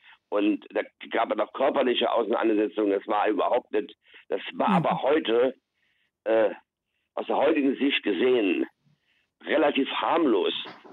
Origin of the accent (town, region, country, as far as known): East Germany, Germany; moved away